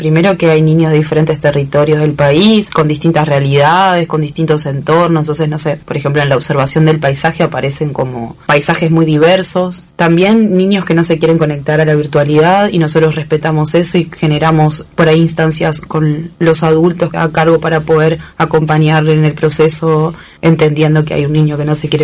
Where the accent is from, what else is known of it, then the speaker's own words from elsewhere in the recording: La Paz, Entre Ríos, Argentina; moved away; Yo soy de La Paz, Entre Ríos, y desde La Paz me empezaron a pedir talleres.